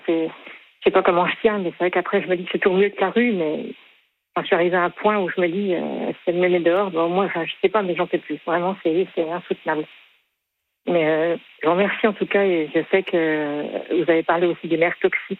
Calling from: Dijon, Bourgogne-Franche-Comté, France

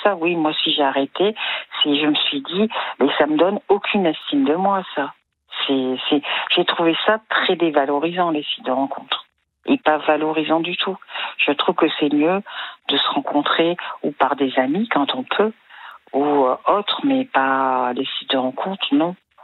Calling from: Clermont-Ferrand, Auvergne-Rhône-Alpes, France; je suis à Clermont-Ferrand, moi.

